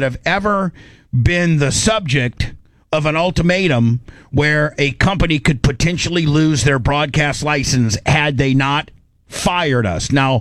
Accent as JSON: {"language": "English", "country": "United States"}